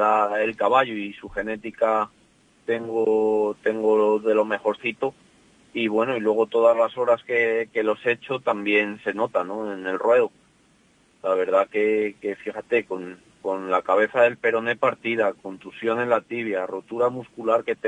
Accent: Peñaranda de Bracamonte, Castile and León, Spain; Peñaranda pues es mi tierra, ¿no? Es donde yo vivo todos los días, donde convivo con la gente

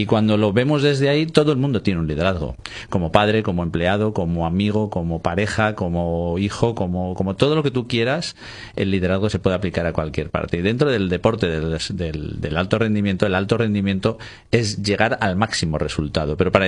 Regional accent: Spain; yo quería que ganase España, evidentemente, como español

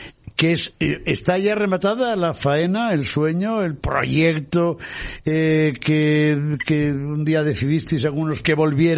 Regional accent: Tamames, Castile and León, Spain; en mi pueblo, en Tamames, que están entre sierras, que es la puerta a la Sierra de Francia

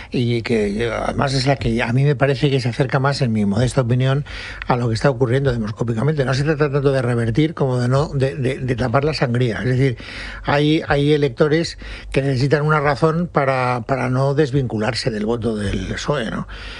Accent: Spain; estamos hablando de España porque somos españoles

